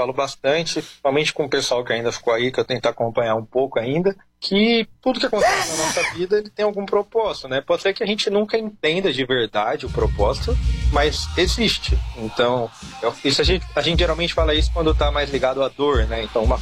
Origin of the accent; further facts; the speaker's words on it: São Paulo, Brazil; E o que eu falo pras pessoas eu vim de São Paulo.